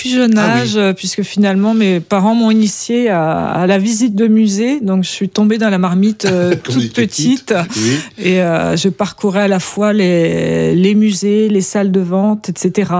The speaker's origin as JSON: {"language": "French", "town": "Douarnenez", "region": "Brittany", "country": "France", "tie": "born there", "said": "Je suis avant tout une Finistérienne, puisque je suis née à Douarnenez, rue Montauciel, ça ne s'invente pas, ça ne s'invente pas, dans une clinique qui aujourd'hui a disparu."}